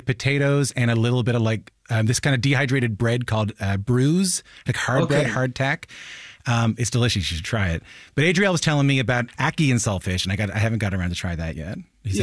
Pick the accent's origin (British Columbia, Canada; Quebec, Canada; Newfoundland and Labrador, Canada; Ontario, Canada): Newfoundland and Labrador, Canada; I'm from Newfoundland, and we eat a lot of salt fish in Newfoundland, right?